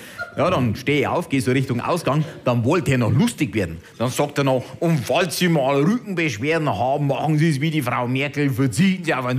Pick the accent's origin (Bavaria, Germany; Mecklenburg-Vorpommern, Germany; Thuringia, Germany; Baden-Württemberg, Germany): Bavaria, Germany; Deggendorf; Bin am Vortag im Landratsamt Deckendorf in meinem Heimatlandkreis eingebürgert worden.